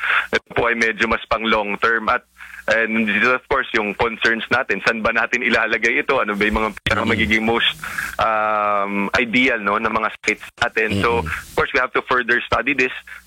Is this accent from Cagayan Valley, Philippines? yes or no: yes; Cagayan Valley, Philippines; For example, na lang po sa amin sa Cagayan Valley.